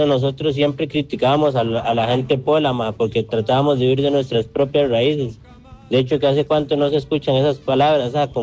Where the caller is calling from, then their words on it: Costa Rica; lo más feo de ser tico